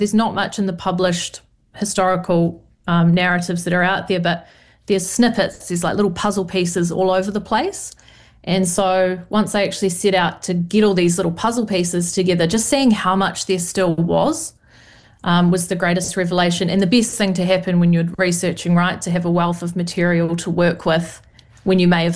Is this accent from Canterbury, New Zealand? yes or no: yes; Canterbury, New Zealand; I think because I grew up in Canterbury, I grew up pretty Pākehā. I didn't know a lot of our histories growing up. I just knew we were Ngāti Kuia and these were our ancestors.